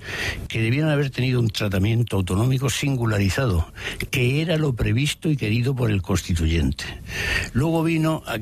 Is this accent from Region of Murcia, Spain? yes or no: yes; Cartagena, Region of Murcia, Spain; soy del cantón de Cartagena, o sea que más independencia imposible.